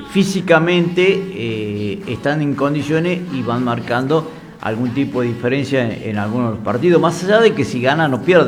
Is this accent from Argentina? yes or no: yes; Argentina; como argentino, por supuesto